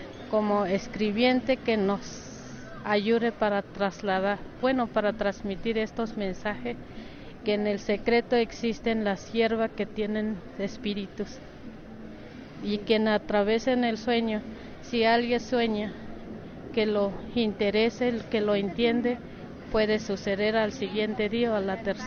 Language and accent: Spanish; Mexico; si estamos como migrantes, a veces nos dicen regrésense a su tierra, sabiendo que nosotros somos los dueños del México